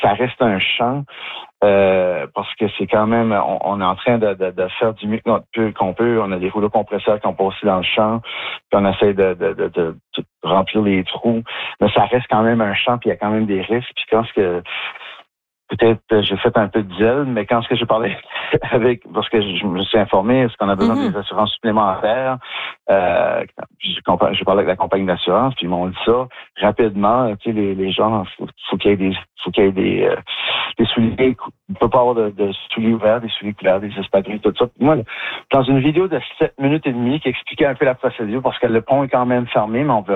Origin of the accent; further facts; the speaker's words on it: Tracadie, New Brunswick, Canada; chez nous à Tracadie.